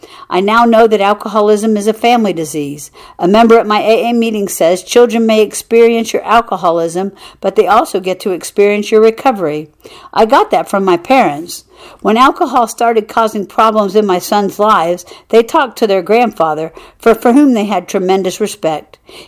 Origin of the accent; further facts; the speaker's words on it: Canadian Prairies, Canada; I was raised on the Canadian prairie, so I often make the analogy of my mother's sobriety being like fresh tracks after a snowfall.